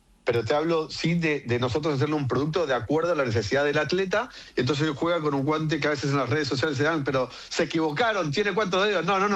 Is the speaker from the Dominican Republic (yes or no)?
no; Argentina; obviamente como argentino el cariño que le tengo